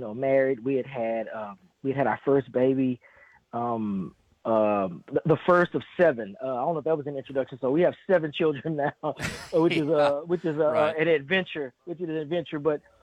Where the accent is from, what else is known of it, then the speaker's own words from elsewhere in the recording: Dallas, Texas, United States; moved away; being a Dallas boy, I grew up born and raised in Dallas